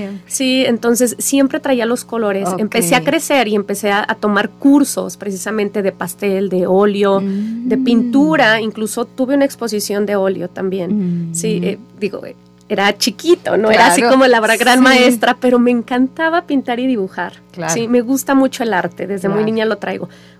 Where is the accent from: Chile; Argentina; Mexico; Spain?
Mexico; en nuestras raíces como mexicanas